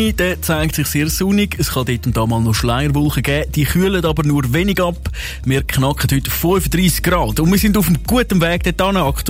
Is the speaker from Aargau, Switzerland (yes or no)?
yes; Aargau, Switzerland; als Aargauer.